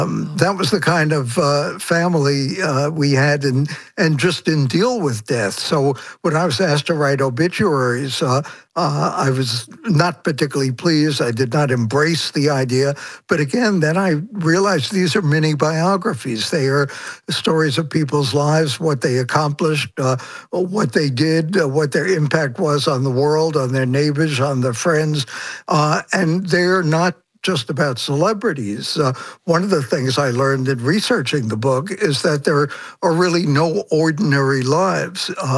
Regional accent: Brooklyn, New York, United States; I grew up in Brooklyn in a culture, family culture, where death was denied for the most part.

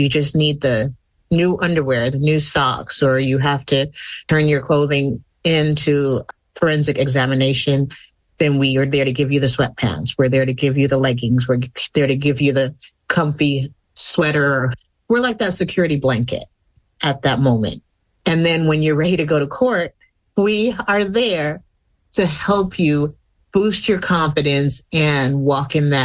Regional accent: Jamaica; now in San Diego, United States; I am originally from Jamaica, growing up on a beautiful island with humble beginnings.

